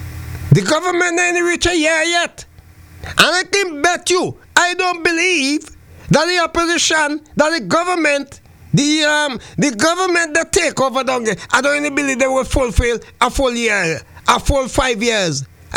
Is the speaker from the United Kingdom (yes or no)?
no; St. Vincent & Grenadines; now in Antigua and Barbuda; St. Vincent, my hometown.